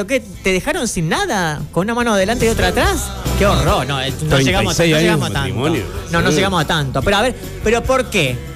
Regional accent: San Isidro, Córdoba, Argentina; yo soy de San Isidro, sí, tengo mi casa allá, en el Valle de Parabachasca, pasando en Izacate

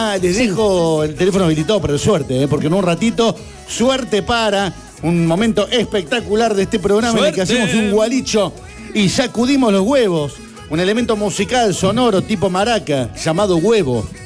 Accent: Villa Allende, Córdoba, Argentina; now in Malagueño, Argentina; Yo soy cordobés de Villa Allende, actualmente de malagueño

